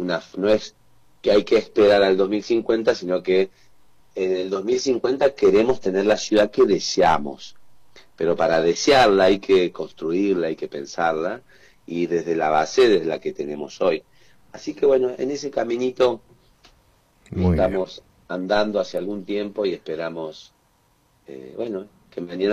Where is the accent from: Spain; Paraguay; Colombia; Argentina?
Argentina; Neuquén; Nosotros somos los neuquinos del vehículo particular